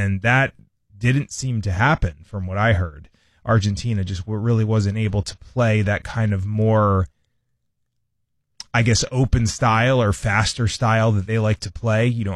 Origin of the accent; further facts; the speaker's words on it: United States; as American sports fans